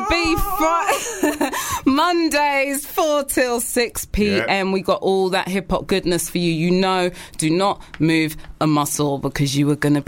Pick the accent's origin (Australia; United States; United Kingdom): United Kingdom; we're British